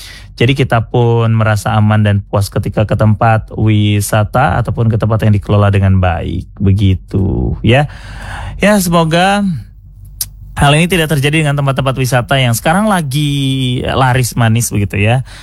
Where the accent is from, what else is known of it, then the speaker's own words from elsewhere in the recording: Lampung, Indonesia; born there; Lahir di Lampung, gue juga kadang malas mau liburan karena bayar berlipat-lipat begitu ya.